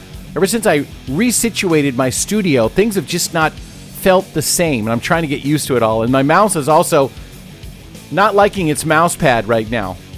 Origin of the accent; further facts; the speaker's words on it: Midwest, United States; I grew up in Minnesota, Wisconsin area.